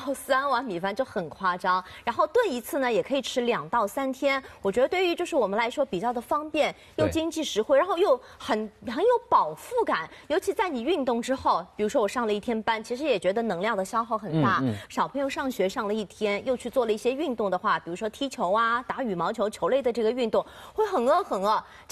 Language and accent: Chinese; Shanghai, China; 我作为上海人的话，我们吃的比较清淡